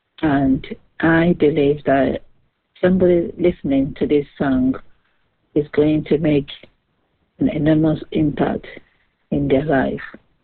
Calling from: London, United Kingdom; I'm calling from London.

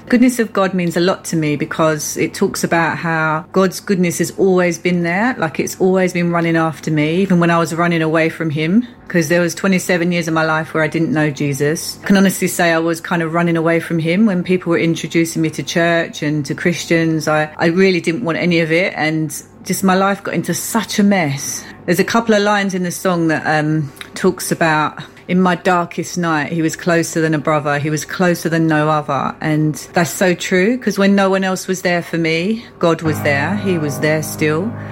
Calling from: London, United Kingdom; I'm from East London, from Poplar.

